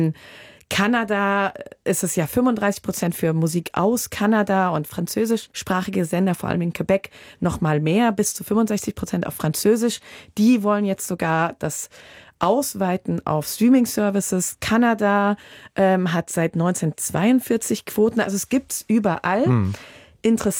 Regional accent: Hesse, Germany; Und ja, als Hessin meine ich auch südhessisch.

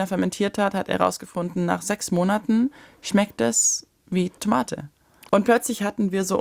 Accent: Bavaria, Germany; moved away; Und ich komme ja aus Oberbayern und bin den Bergen sehr verbunden.

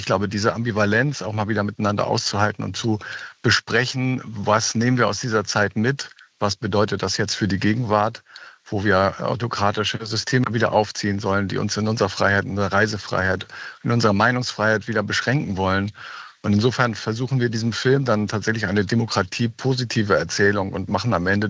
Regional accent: West Germany, Germany; ich bin ja im Westen aufgewachsen.

